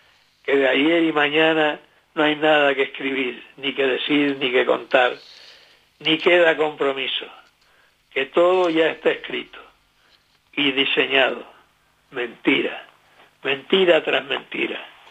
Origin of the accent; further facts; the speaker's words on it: Canary Islands, Spain; en nuestro caso, canario